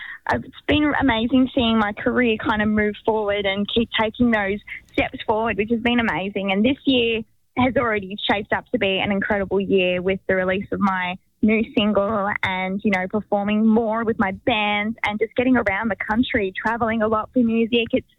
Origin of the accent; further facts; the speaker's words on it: Victoria, Australia; moved away; I lived in Victoria all my life